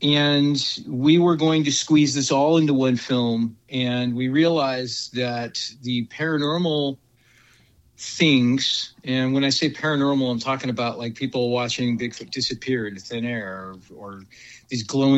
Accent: Portland, Oregon, United States; I grew up here in the Portland area.

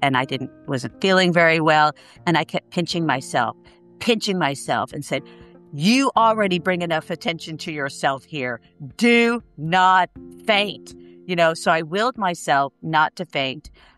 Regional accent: United States; as an American

